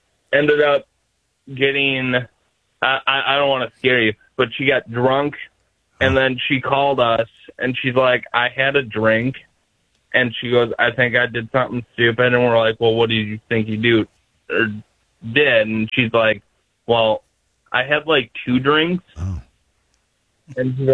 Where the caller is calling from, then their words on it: Wisconsin, United States; I live in Wisconsin.